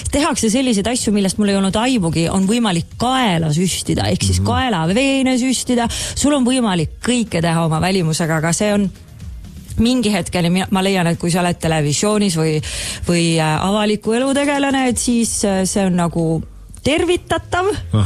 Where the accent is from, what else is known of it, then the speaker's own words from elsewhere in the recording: Otepää, Valga County, Estonia; now in Tallinn, Estonia; mina olen ju jällegi, miks ma kogu aeg korrutan seda, ma olen Otepäelt pärits on sellepärast, et ma olen...